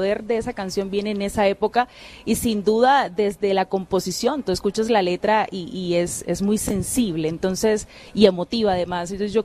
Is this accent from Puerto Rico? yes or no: no; Colombia; pero ayer justo en el partido de Colombia se escuchó también esta canción y como colombiana escucharlo también nos eriza